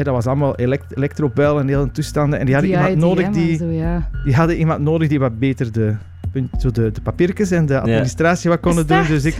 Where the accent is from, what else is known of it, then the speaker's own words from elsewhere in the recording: Turnhout, Flanders, Belgium; moved away as an adult; also born or lived in Berlin; now in Ghent, Belgium; Ik ben afkomstig van Turnhout uit de Kempen.